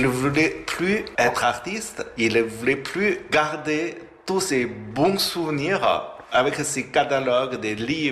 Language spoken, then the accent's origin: French; China; born there; French is a second language; Mais je suis né au nord de la Chine, au plein de montagnes, au milieu de la nature.